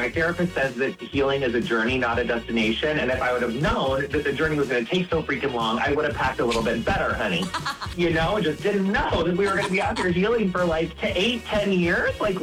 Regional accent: Quincy, Illinois, United States; I'm from Quincy. It's like not that far away.

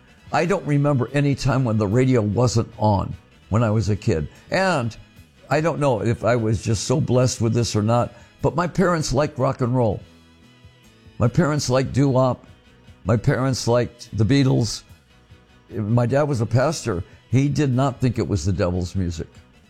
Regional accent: Detroit, Michigan, United States; Growing up in Detroit

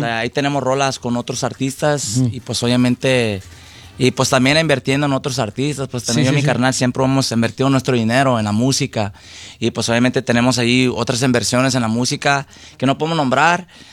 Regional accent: Boyle Heights, California, United States; also born or lived in Paramount; De Paramount, California, uh-huh. Sí, machín. Pero crecimos en Boyle Heights.

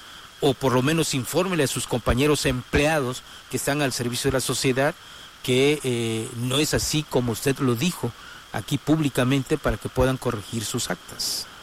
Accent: Mexico; tengo que tener otro documento de mi pueblo. Yo vengo de la zona de la Cañada y está sumamente lejos para ir

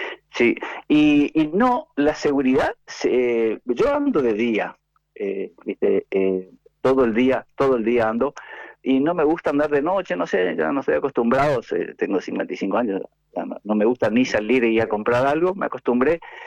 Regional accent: Posadas, Misiones, Argentina; moved away as an adult; now in Buenos Aires, Argentina; Yo me vine de Posadas a hacer, me vine, digo, como que estuviera ahí, a hacer la especialidad en el Hospital Tornú.

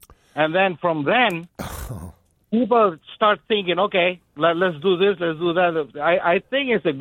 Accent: Italy; moved away as an adult; also born or lived in Albania; I was born in Albania. I was raised in Italy when I was 19 years old, so I came from there here.

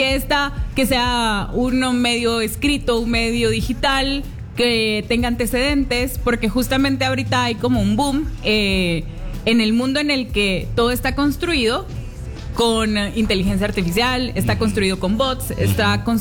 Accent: Guatemala; una cosa como guatemaltecos

